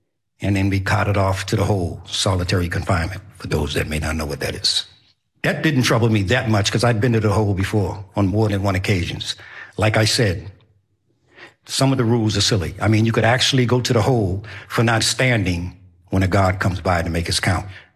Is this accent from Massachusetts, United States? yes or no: yes; Boston, Massachusetts, United States; I'm 71 years old, born and raised in Boston, one of 10 children.